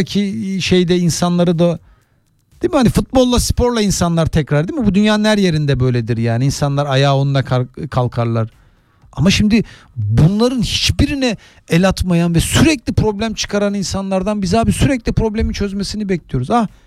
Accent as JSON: {"language": "Turkish", "region": "Istanbul", "country": "Turkey", "tie": "born or raised there", "said": "Bak ben şeyde büyüdüm. Gazi Osman Paşa'da, Bayrampaşa'da, işte bu Boşnak Mahallesi dedikleri bölgede büyüdüm."}